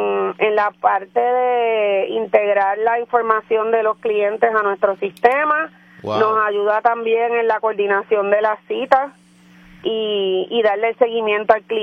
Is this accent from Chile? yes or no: no; Caguas, Puerto Rico; Yo soy de Caguas, del centro y corazón de Puerto Rico.